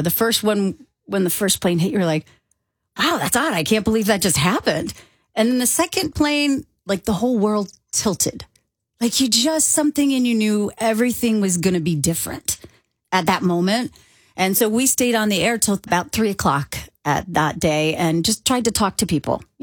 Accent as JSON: {"language": "English", "region": "New York", "country": "United States", "moved": "as an adult", "lives_now": "Chicago, United States", "said": "I've been here 10 years. I grew up coming to Chicago, but yes, I am from New York"}